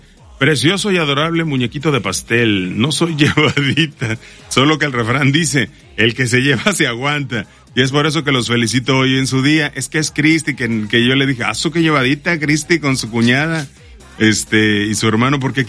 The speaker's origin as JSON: {"language": "Spanish", "town": "Guadalajara", "region": "Jalisco", "country": "Mexico", "lives_now": "Veracruz, Mexico", "said": "Y en mi tierra, yo soy de Guadalajara, se le llama menudo."}